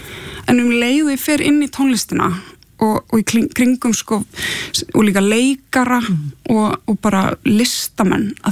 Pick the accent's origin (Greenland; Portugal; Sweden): Sweden; Gothenburg, Västra Götaland County; born or raised there